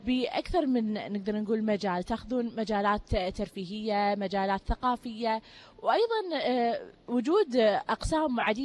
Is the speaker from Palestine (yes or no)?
no; Kuwait; في ديرتنا الحبيبة الكويت